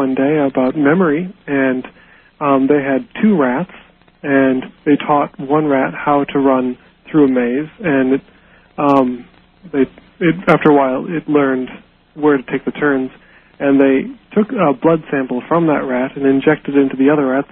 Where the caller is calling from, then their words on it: Minneapolis, Minnesota, United States; from Minneapolis, Minnesota.